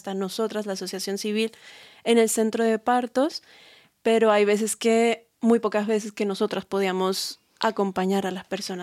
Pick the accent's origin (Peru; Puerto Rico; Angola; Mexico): Mexico; Mexico City; Porque yo, por ejemplo, soy originaria de Ciudad de México